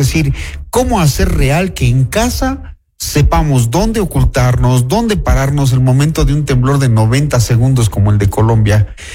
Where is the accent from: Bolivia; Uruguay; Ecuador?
Ecuador; nosotros como ecuatorianos